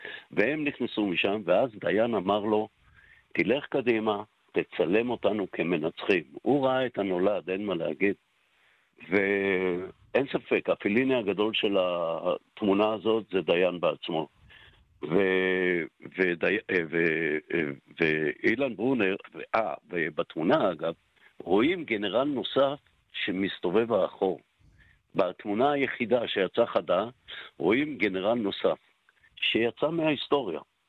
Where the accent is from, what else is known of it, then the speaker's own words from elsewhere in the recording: Jerusalem, Jerusalem District, Israel; ואני בעצמי גדלתי בעיר העתיקה ואני חוזר אליה